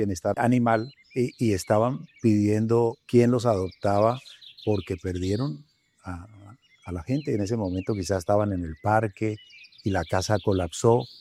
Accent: Colombia

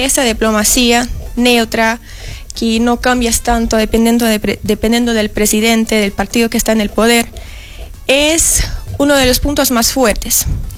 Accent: Brazil; Spanish is a second language; moved away as an adult; now in Arequipa, Peru; yo soy de Brasil, o sea que no hablo un español perfecto.

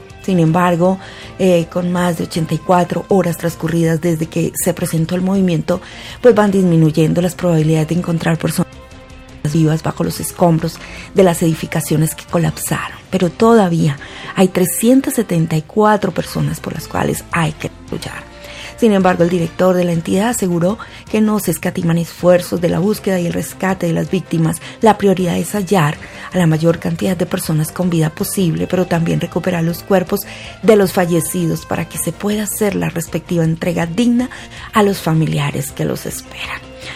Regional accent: Colombia

